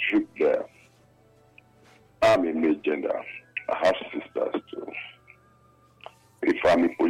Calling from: Benin City, Edo, Nigeria; I'm Benin.

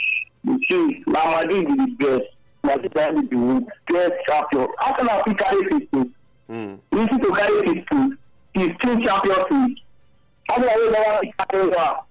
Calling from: Dubai, United Arab Emirates; I'm calling from Dubai.

